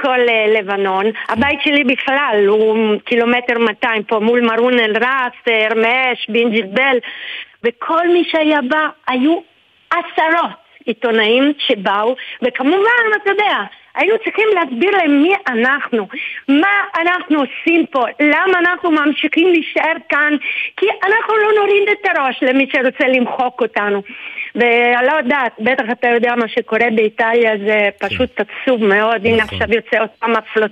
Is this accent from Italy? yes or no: yes; Rome, Lazio, Italy; accent: Italian; Hebrew is a second language; now in Kibbutz Sasa, Israel; אני מרומא, אבל כבר הרבה שנים אני חברת קיבוץ ססה.